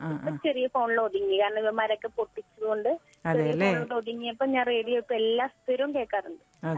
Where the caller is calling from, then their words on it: Ernakulam, Kerala, India; Ernakulam.